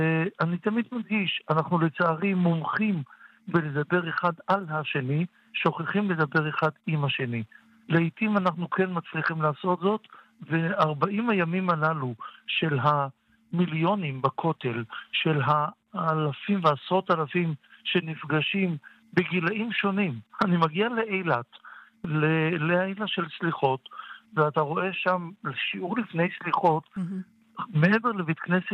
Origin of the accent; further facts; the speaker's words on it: Tel Aviv, Tel Aviv District, Israel; אני יליד תל אביב